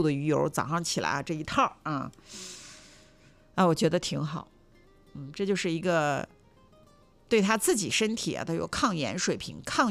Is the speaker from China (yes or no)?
yes; China; 我们中国人